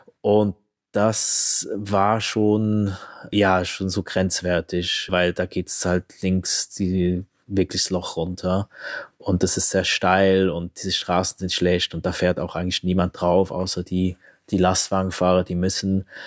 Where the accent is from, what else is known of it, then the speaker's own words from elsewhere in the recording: Switzerland; ich bin auch Schweizer